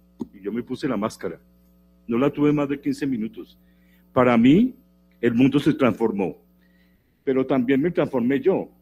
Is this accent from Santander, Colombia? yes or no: no; Bogotá, Colombia; yo soy bogotano, ¿no? Y digamos también tímido, y en esa época era mucho más tímido y mucho más bogotano también.